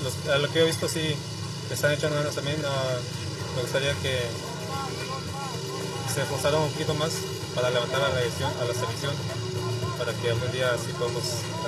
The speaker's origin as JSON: {"language": "Spanish", "country": "Guatemala", "moved": "yes", "lives_now": "United States", "said": "Soy de Guatemala."}